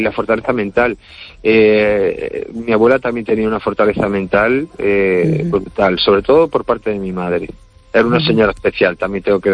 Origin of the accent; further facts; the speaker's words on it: Cangas, Spain; yo soy de Cangas y tengo ese uh-huh. lenguaje aún de ir a sachar a beija.